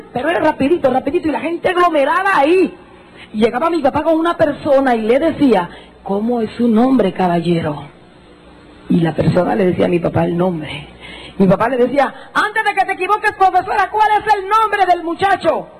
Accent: Jutiapa, Guatemala; Porque yo soy de Jutiapa, soy de Oriente, y en Jutiapa, en Oriente, eso de payaso y de tontería no nos gusta.

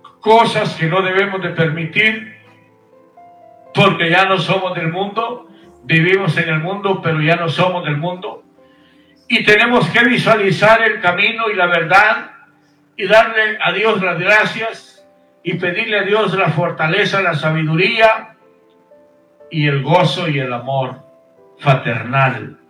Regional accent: Guatemala; moved away as an adult; now in United States; allá en mi tierra natal, Guatemala. … nacido en Guatemala, viviendo aquí en Estados Unidos ya casi 30 años.

